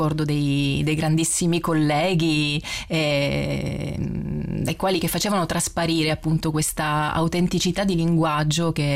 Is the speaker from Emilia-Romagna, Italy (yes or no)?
no; Reggio Calabria, Calabria, Italy; il Conservatorio Cilea di Reggio Calabria, mia città natale e attuale.